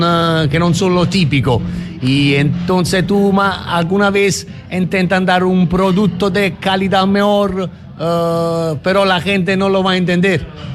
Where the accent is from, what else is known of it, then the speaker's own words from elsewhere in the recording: Naples, Campania, Italy; Spanish is a second language; moved away as an adult; now in Málaga, Spain; De Nápoles, precisamente el barrio de Fuorigrotta, donde está el estadio Diego Armando Maradona.